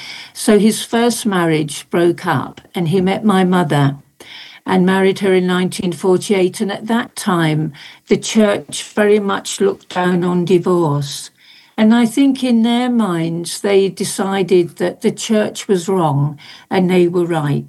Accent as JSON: {"language": "English", "region": "East of England", "country": "United Kingdom", "tie": "born or raised there", "also_born_or_lived": "Liverpool", "moved": "as an adult", "lives_now": "Reading, United Kingdom", "said": "I was born near Liverpool and I grew up in East Anglia. So I spent most of my childhood in East Anglia. Until the age of 18, when I left for London."}